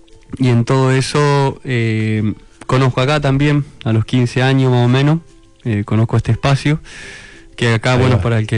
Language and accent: Spanish; Buenos Aires, Argentina; born there; also born or lived in Monte Grande, Buenos Aires Province; yo nací acá en el barrio La Boca, en la Argerich. Después, en el año 97, después mis viejos se van para Monte Grande, zona sur. Ahí va. Estaba mi abuelo. Y de ahí hasta los 9 años... estuve viviendo ahí, en zona sur.